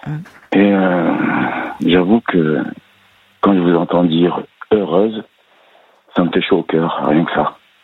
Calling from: Provence-Alpes-Côte d'Azur, France; je suis aussi de la région niçoise.

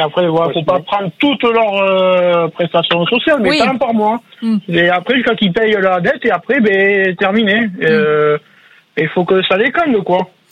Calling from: Virazeil, Nouvelle-Aquitaine, France; J'appelle de Virazeil, dans le Lot-et-Garonne.

